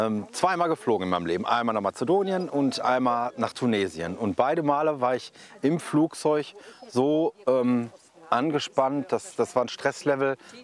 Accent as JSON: {"language": "German", "country": "Germany", "said": "Und man hat mir nur eingebläut, ich bin aus der BRD."}